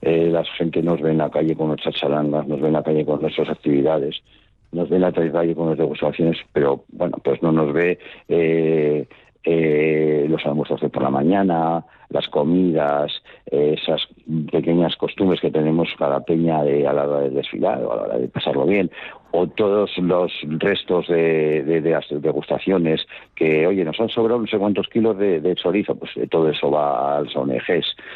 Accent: Logroño, La Rioja, Spain

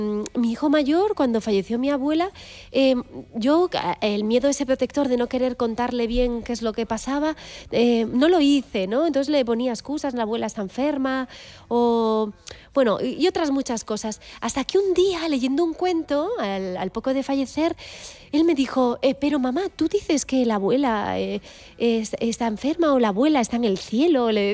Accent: Galicia, Spain; now in Madrid, Spain; quizás sea porque soy gallega

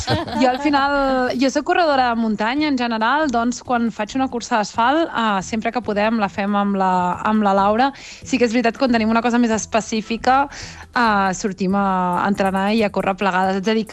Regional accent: Vilassar de Mar, Catalonia, Spain; jo visc, que soc de Vilassar de Mar

